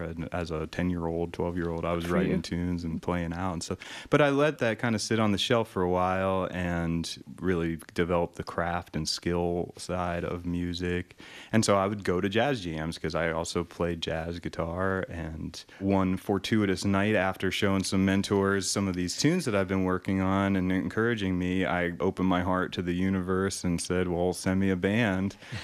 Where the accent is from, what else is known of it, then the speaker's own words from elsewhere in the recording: East Coast, United States; now in Fort Wayne, United States; No, I'm from the East Coast.